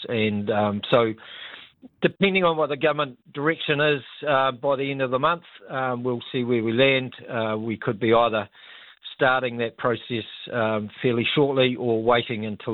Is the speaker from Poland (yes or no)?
no; Wellington, New Zealand; now in Horowhenua, New Zealand; Yeah, I'm born and raised in Wellington. Well, I lived in Tawa, flatted in Wellington and just off Adelaide Road.